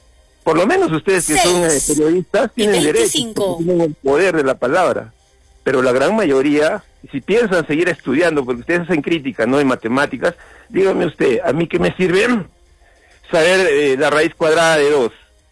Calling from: Peru; soy de Pesecute

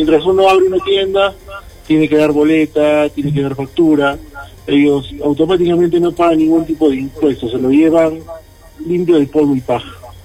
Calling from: Arequipa, Peru; una vergüenza ajena que uno siente como arequipeño

